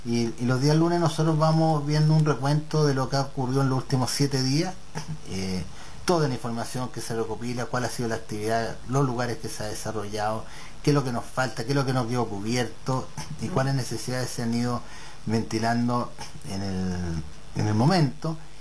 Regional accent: Chile; nos enorgullecen como chilenos

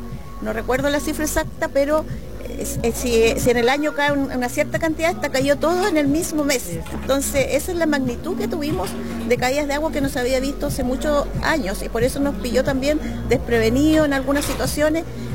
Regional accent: Ranco Province, Los Ríos, Chile; esa energía que tenemos los sureños y sobre todo la provincia del Ranco.

